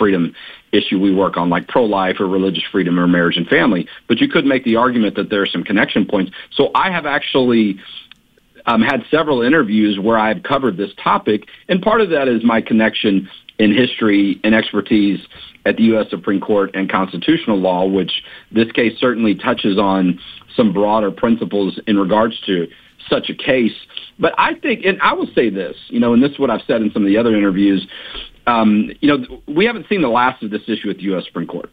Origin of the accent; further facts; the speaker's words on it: Texas, United States; For many years growing up in Texas, you think about the border and immigration, illegal aliens.